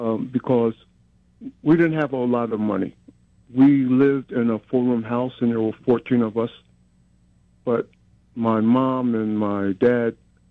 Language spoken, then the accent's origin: English; New Jersey, United States; being in New Jersey, where most of the people around us were Caucasian, but the enclave that we lived in, New Rome, was all African-American.